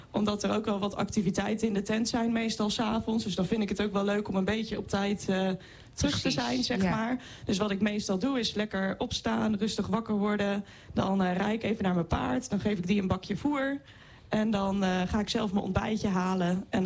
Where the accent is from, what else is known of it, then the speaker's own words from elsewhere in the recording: Zwolle, Overijssel, Netherlands; En ik kom uit Zwolle en ik heb mijn paarden vroeger in Heerde gestald bij vrienden.